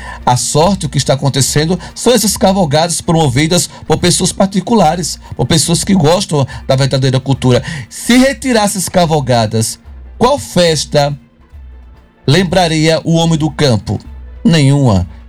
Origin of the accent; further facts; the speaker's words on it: Sertão of Northeast Brazil, Brazil; Não, eu sou sertanejo. Eu sou sertanejo.